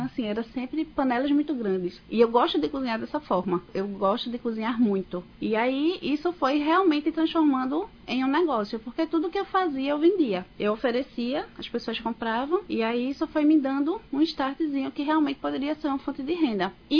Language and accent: Portuguese; Bezerros, Pernambuco, Brazil; also born or lived in Recife; Minha família é toda de Bezerros, né? Eu sou nascida em Recife, criada em Bezerros.